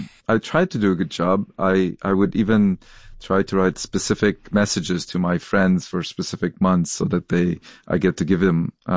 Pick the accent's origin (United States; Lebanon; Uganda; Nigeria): Lebanon; moved away; I grew up in Lebanon. I was literally 8 years old when the civil war started there, so not the most easiest of childhoods.